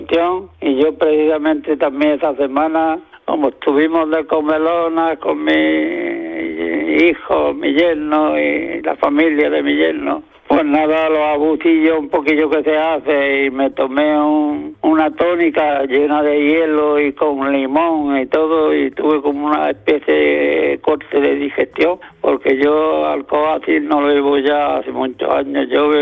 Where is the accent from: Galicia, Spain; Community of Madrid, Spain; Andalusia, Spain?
Andalusia, Spain; Almuñécar